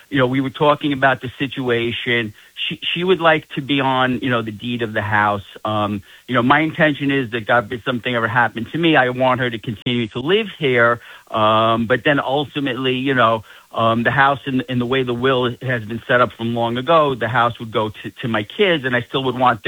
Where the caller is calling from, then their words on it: New York City, New York, United States; I'm calling from Queens, Corona, Queens.